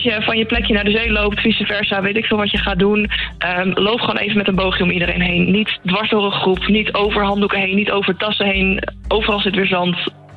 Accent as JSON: {"language": "Dutch", "town": "Wijk aan Zee", "region": "North Holland", "country": "Netherlands", "tie": "born or raised there", "lives_now": "Heemskerk, Netherlands", "said": "Dat is het strand waar ik ben opgegroeid."}